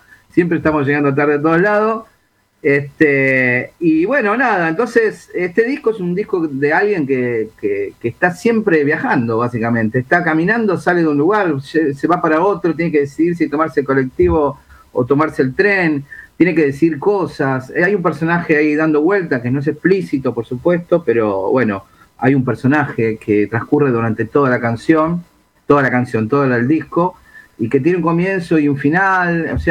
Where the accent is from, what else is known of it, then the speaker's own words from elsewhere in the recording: Villa Celina, Buenos Aires Province, Argentina; moved away as an adult; now in Caseros, Argentina; En este momento estoy en Villa Celina, que es acá pasando Lugano, del lado de provincia, donde me crié, donde nací. Y bueno, nada, este es mi lugar de donde estoy. Donde transcurrió mi niñez y mi adolescencia y mi juventud, hasta que, bueno, ahora vivo en Caseros, en Provincia de Buenos